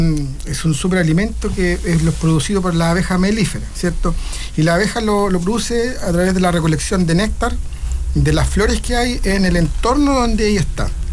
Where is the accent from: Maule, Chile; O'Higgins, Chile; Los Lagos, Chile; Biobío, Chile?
Biobío, Chile; Curanilahue; Somos de aquí de Curanilahue, nacido y criado acá en Curanilahue